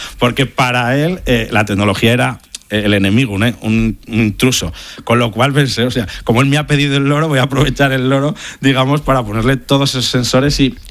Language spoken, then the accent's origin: Spanish; Zaragoza, Aragon, Spain; now in Sitges, Spain; él vivía en su casa, yo en la mía, en Sitges, somos de Zaragoza, pero vivimos ahí